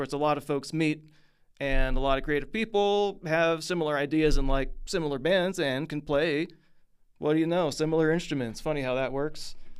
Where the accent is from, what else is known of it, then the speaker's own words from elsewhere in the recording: Tulsa, Oklahoma, United States; from Tulsa, Oklahoma, my hometown.